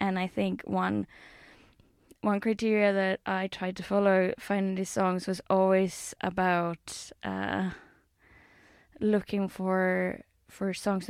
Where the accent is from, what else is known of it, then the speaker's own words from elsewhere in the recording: Spain; moved away as an adult; I'm from Spain